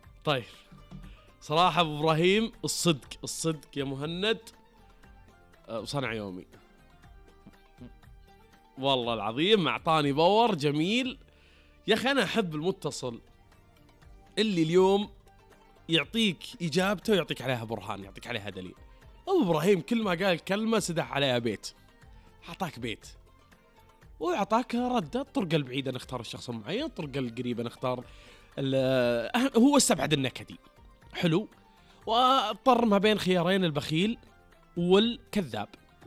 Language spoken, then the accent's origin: Arabic; Saudi Arabia; كلنا كسعوديين